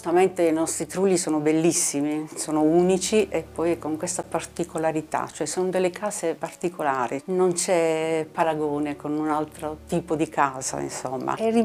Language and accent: Italian; Alberobello, Apulia, Italy; Albero Bello per me è il mio cuore, è il mio paese, cioè io ci sono nata, ci sono vissuta, ci sto benissimo in effetti.